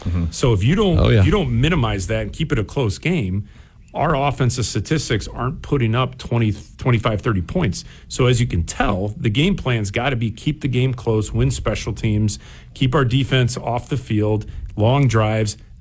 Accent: Cleveland, Ohio, United States; I'm born and raised in Cleveland

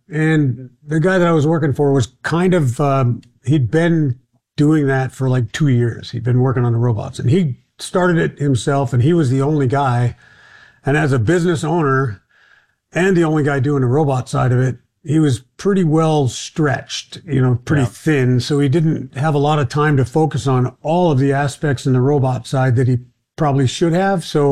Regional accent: Minnesota, United States; I came back to the state of Minnesota. That's where I was from.

